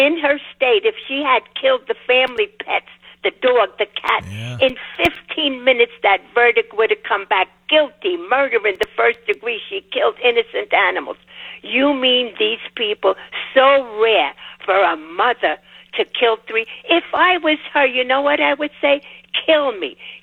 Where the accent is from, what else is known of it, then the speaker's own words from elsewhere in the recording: New York City, New York, United States; now in Nevada, United States; I'm originally from New York City.